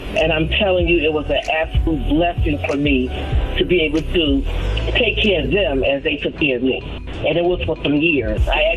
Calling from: Douglasville, Georgia, United States; I'm calling from Douglasville, Georgia.

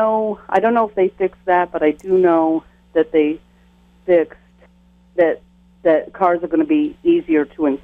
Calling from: Burlington, Vermont, United States; I'm from Burlington.

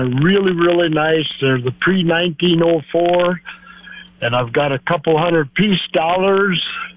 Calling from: Orange City, Iowa, United States; from down here at Orange City, Iowa.

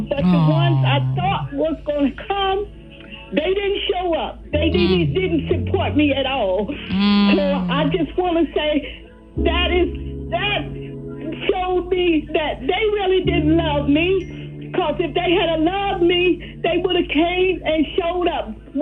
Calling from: Cleveland, Ohio, United States; I'm calling from Cleveland, Ohio.

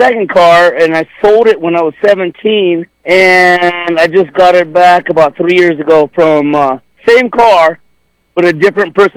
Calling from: Montrose, Colorado, United States; Montrose, Colorado, bro. Montrose, Colorado, man.

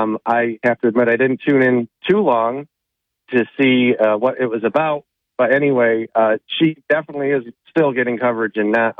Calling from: Endicott, New York, United States

